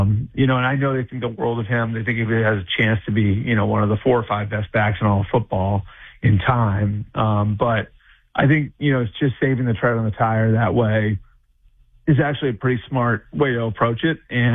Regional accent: Northeast, United States; I grew up in the Northeast, and this is sort of what happens when people in the Northeast start talking college football

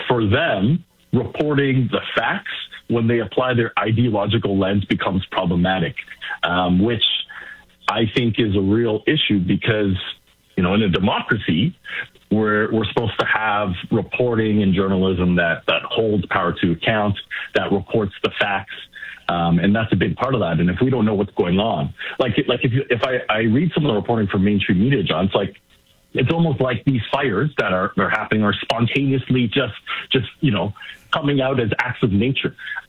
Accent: Canada; I guess you could say I'm depending on how you define it, second generation. I'm first in my family, born and raised in Canada. My parents, first generation to come here.

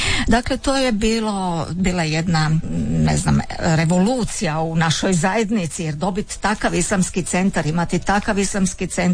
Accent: Rijeka, Primorje-Gorski Kotar County, Croatia; Nekako sam u svojoj mladosti, kada sam rođena u Rijeci, odrastala, nisam imala priliku osim u obitelji spoznati vjeru.

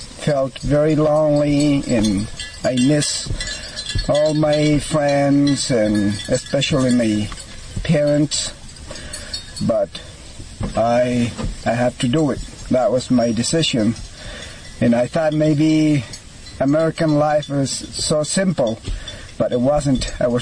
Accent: Huancayo, Junín, Peru; now in United States; I am from Huancayo, Peru, and I work as a sheep herder in the United States.

